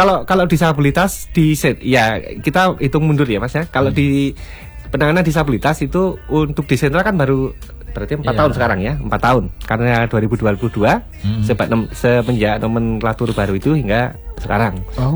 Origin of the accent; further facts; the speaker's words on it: Central Java, Indonesia; moved away as an adult; now in Southeast Sulawesi, Indonesia; Saya lahir besar di Jawa